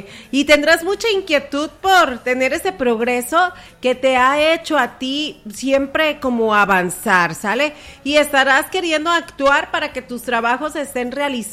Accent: Mexico; así como tú, yo, nosotros, todos somos mexicanos

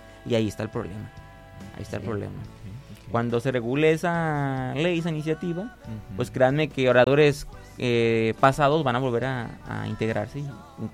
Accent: Nayarit, Mexico; Pero aquí hay una limitante para los que somos de Nayarit

